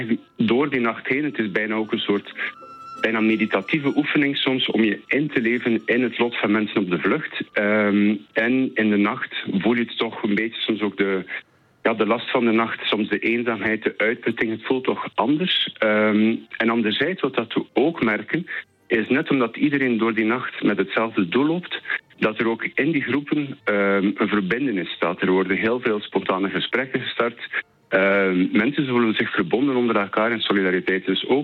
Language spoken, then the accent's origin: Dutch; Bruges, Flanders, Belgium; accent: Flemish; moved away as an adult; now in Amsterdam, Netherlands; ik kom uit Brugge, maar ik woon al 9 jaar in Nederland, in Amsterdam.